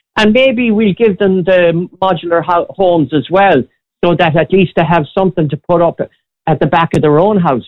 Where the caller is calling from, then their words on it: Ireland; We're Irish.